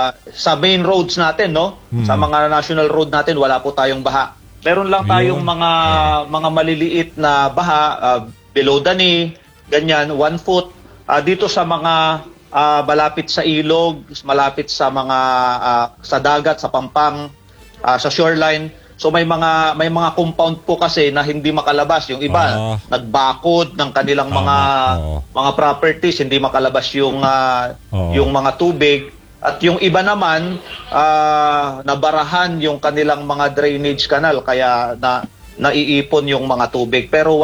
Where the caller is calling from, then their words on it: Central Luzon, Philippines; Actually, Sir Danny, no, dito sa amin sa Zambales, sumasabay yung pagtaas ng tubig kung high tide, may mga areas kami na binabaha